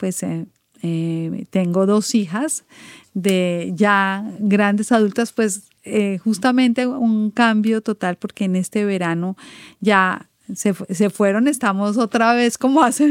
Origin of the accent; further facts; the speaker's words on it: Colombia; moved away as an adult; now in Quebec, Canada; Yo vengo de Colombia, también lo digo algunas veces. Yo llegué a Quebec hace 29 años.